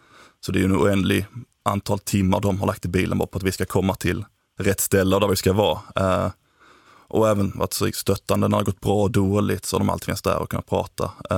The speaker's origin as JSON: {"language": "Swedish", "town": "Häglinge", "region": "Skåne", "country": "Sweden", "accent": "Göingeskånska", "said": "jag är född på landet egentligen, till Häglinge heter väl orten, men Sösdala är närmsta byn, så det är Göingetrakten, mitten av Skåne kan man säga."}